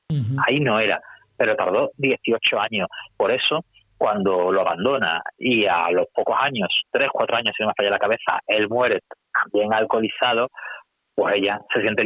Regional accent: Seville, Andalusia, Spain; now in Madrid, Spain; Yo soy sevillano, pero vivo en Madrid

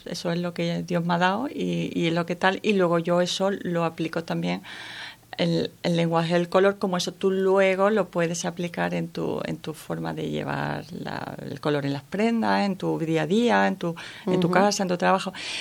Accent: Seville, Andalusia, Spain; now in Costa de la Luz, Spain; Porque soy sevillana. De pura cepa, pero bueno, tengo ahí genética gaditana. Mi abuelo era de Sanlúcar de Barrameda.

